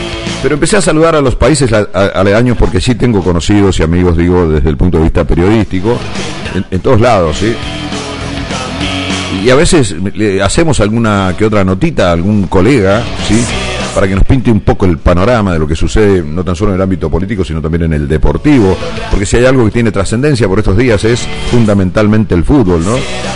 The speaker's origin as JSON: {"language": "Spanish", "country": "Argentina", "said": "todos somos argentinos"}